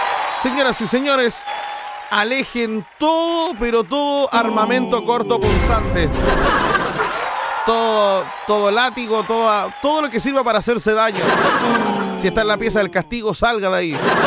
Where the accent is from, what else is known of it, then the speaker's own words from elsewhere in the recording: Coelemu, Ñuble, Chile; Saludos desde Coelemu. Saludos gigantes a mi tierra linda de Coelemu